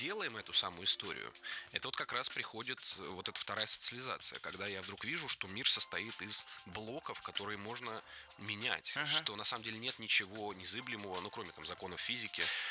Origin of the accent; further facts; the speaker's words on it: Moscow, Russia; Нет, ну просто мы из Москвы это говорим.